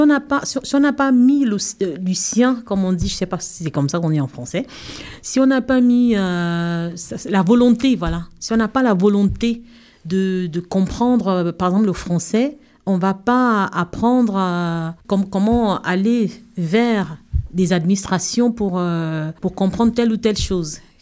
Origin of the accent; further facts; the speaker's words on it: Gabon; moved away as an adult; now in France; Oui, je viens du Gabon. Ça fait 7 ans que je vis en France avec mes enfants.